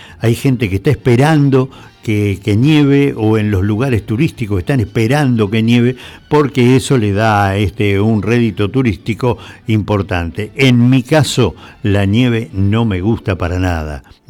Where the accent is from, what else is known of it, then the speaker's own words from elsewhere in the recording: Argentina; lo que nosotros somos, los argentinos, nuestro paisaje, nuestros usos y costumbres.